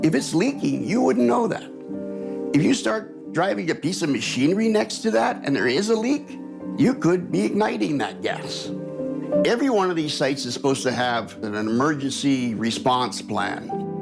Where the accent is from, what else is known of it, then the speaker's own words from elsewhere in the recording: Two Hills, Alberta, Canada; I've lived in this area pretty well all my life. I grew up in Two Hills, Alberta, which is just a little town south of us here, about 5 minutes. Got married, met my wife here, and we settled down here and started to raise our family. We've been out here now 26 years.